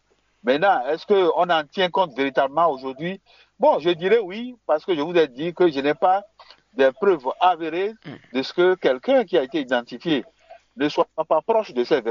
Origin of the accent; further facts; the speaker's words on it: Benin; mais je suis resté chez moi au Bénin.